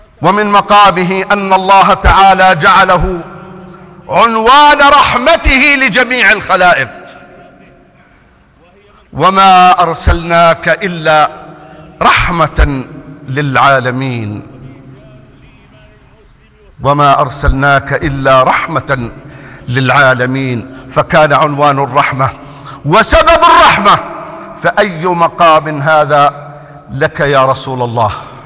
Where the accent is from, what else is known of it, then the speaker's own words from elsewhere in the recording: Jordan; احفظ بلدنا الأردن